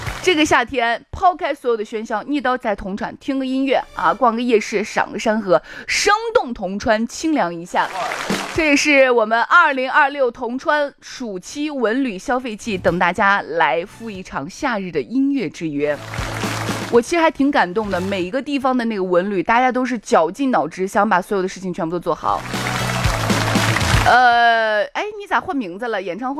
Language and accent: Chinese; Shaanxi, China; 就我觉得我们陕西人怎么可以过得这么舒适，